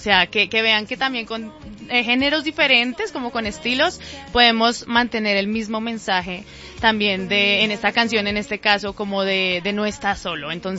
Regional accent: Bogotá, Colombia; born there; Rola, sí. De Bogotá. Mis papás sí ya son diferentes, de Boyacá

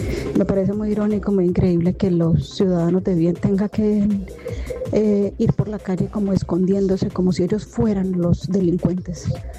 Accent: Colombia; moved away; Yo hace muchos años no vivo en Colombia. He ido muy pocas veces desde que salí de Colombia.

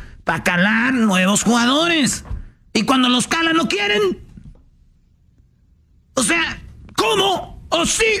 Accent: Mexico; Señores, ahí nací yo. Yo soy mexicano.

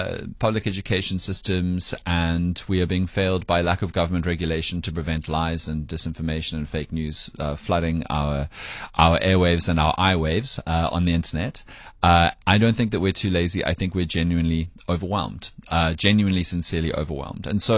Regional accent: Cape Town, Western Cape, South Africa; moved away as an adult; now in Johannesburg, South Africa; Now, I was born and raised in Cape Town. I lived here until just 6 years ago. I've lived in Johannesburg for the last 6 years

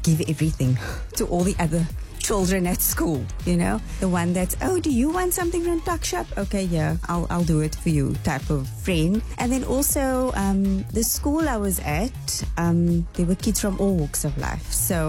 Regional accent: Bellville, Western Cape, South Africa; I grew up in Glen Haven, Bellville. I was born in Cape Town and then moved to Kells River when I was about, say, six, seven years old.

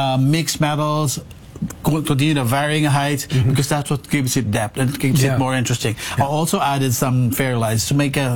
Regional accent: Philippines; moved away; growing up in the Philippines, Halloween is totally different.

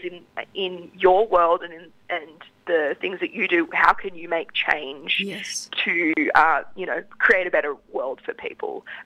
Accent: New South Wales, Australia; I grew up in the Snowy Mountains on Darrigo Country, which is like sheep and cattle farming area.

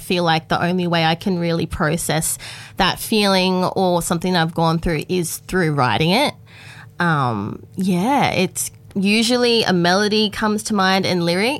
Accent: Grafton, New South Wales, Australia; born or raised there; also born or lived in Sydney / Gold Coast; now in Lismore, Australia

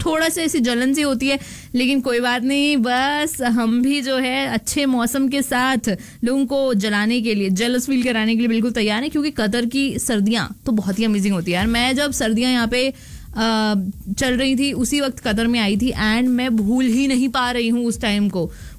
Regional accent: Bhopal, Madhya Pradesh, India; now in Qatar; And मैं भोपाल से हूँ.

